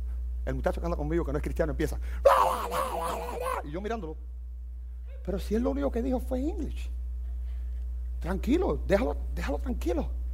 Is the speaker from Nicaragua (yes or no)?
no; Cuba; Estaba hablando con uno de los muchachos, español, si somos cubanos los dos, ¿qué vamos a hablar? Bueno, estábamos hablando cubano.